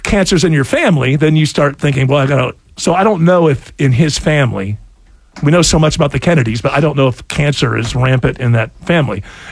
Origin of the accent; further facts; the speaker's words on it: United States; Well, I'm an American